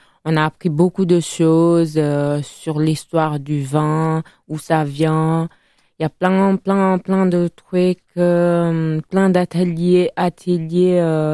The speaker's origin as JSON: {"language": "French", "country": "Italy", "tie": "born or raised there", "second_language": "French", "lives_now": "Bordeaux, France", "said": "sur Bordeaux. De base, je viens d'Italie."}